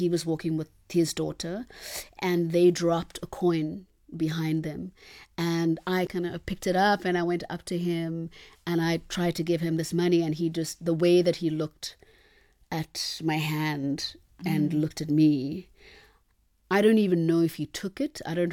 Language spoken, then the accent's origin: English; Eastern Cape, South Africa; I have really fond memories of community life growing up in the Eastern Cape. There are a lot of rural areas and then there are urban areas. And I grew up in a more urban area and an urban township.